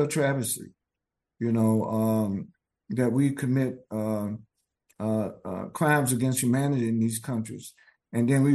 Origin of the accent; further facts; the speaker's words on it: North Carolina, United States; I spent most of the 1970s in unjustly imprisoned in my home state of North Carolina